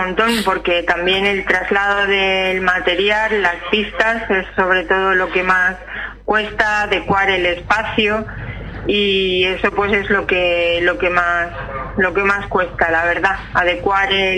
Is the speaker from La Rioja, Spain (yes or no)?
no; Valencia, Valencian Community, Spain; born there; Bueno, llevo 26 años ya aquí, o sea que sí, yo digo que sí, nací en Valencia, pues pero sí.